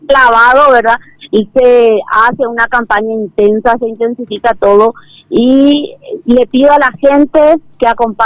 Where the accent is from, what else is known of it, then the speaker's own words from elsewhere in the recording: Pedro Juan Caballero, Amambay, Paraguay; Soy abogada, soy hija de Pedro Juan Caballero, nacida, formada acá en la ciudad de Pedro Juan Caballero